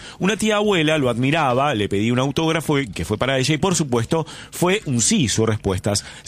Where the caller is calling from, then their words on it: San Cristóbal, Argentina; de San Cristóbal.